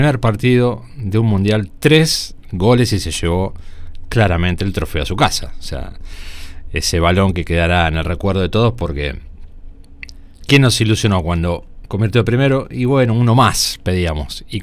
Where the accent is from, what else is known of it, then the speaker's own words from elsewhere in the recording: Argentina; uno como argentino no deja de asombrarse.